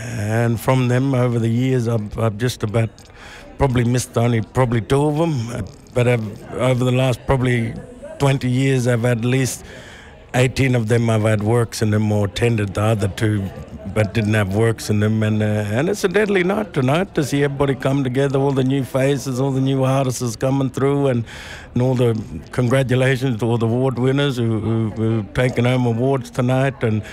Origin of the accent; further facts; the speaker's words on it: South Australia, Australia; now in Port Elliot, Australia; I'm a Ramanjiri of Naranjiri Nation and Naranga artist and storyteller. And I'm I live on country in Kunjan Ward and in Port Elliot there on a Ramanjiri country.